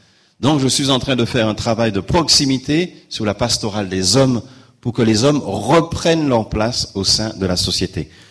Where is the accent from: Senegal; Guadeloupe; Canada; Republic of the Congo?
Guadeloupe; Chez nous, en Guadeloupe, les femmes, la monoparentalité